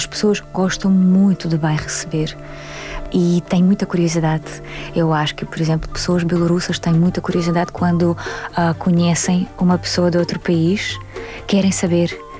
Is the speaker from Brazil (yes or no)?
no; Minsk, Belarus; now in Portugal; Sou de Minsk, Sim.